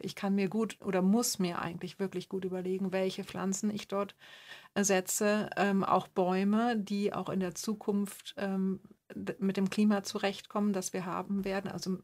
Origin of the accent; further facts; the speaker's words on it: Germany; now in Austria; ich als Deutsche in Österreich kann nur wenig wählen.